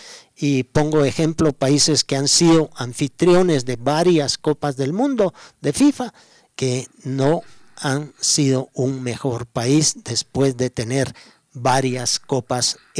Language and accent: Spanish; Guatemala; y nosotros como chapines, pues desde el momento que no está nuestra propia selección nacional